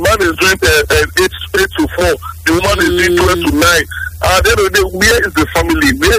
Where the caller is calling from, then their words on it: Benin; I'm calling from Benin, from Adoawa.